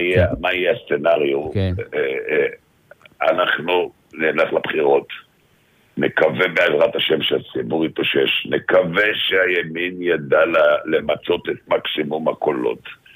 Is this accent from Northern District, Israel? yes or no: no; Jerusalem, Jerusalem District, Israel; born there; נולדתי בתוך מטה בחירות, בבית ישראל, בשכונה בית ישראל בירושלים, בימים עברו